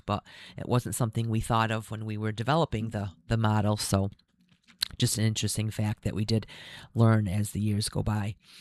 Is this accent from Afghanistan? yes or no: no; Massachusetts, United States; moved away as an adult; now in Nashua, United States; I grew up in Western Mass and moved to a suburb of Boston following graduate school because that's where the jobs were. My husband and I then moved to the Granite State to buy a house and start a family in Nashua.